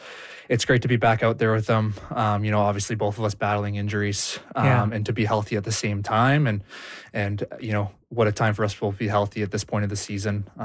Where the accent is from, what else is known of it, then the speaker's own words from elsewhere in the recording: Victoria, British Columbia, Canada; now in Halifax, Canada; growing up in Victoria